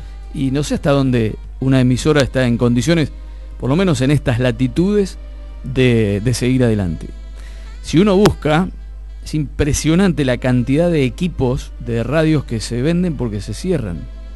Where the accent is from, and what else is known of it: Argentina